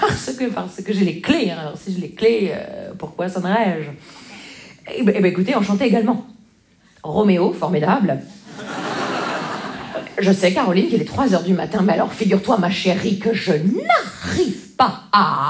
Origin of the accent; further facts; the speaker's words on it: Grand Est, France; Oui. Vous savez, c'est en France. C'est juste avant l'Ukraine, vous voyez? En Lorraine.